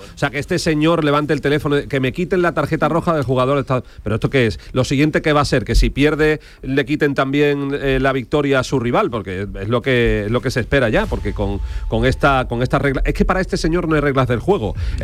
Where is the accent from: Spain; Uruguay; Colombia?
Spain; somos todos los españoles y todas las españolas.